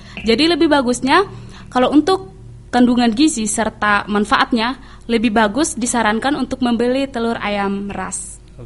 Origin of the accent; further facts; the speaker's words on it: Sumba, East Nusa Tenggara, Indonesia; now in Bali, Indonesia; saya juga berasal dari Sumba